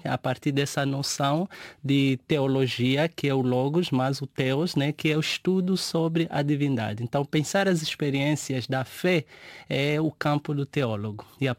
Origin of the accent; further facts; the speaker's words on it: Angola; Eu cresci dentro de um lar cristão, de certa forma